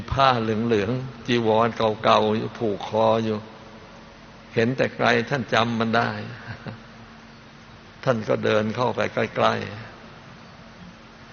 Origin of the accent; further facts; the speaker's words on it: Kanchanaburi, Thailand; เมื่อหลวงพ่อเด็กๆ เกิดที่จังหวัดกาญจนบุรี